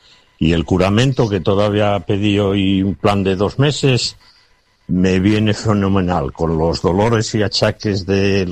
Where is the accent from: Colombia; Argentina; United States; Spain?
Spain; Asturias